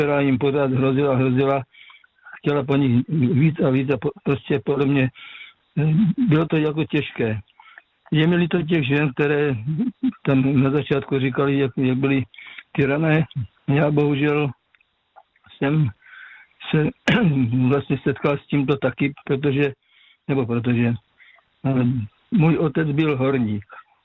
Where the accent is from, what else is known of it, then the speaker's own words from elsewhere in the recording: South Moravian Region, Czechia; now in Kopřivnice, Czech Republic; já pocházím z Moravského Slovácka, to jsem říkal několikrát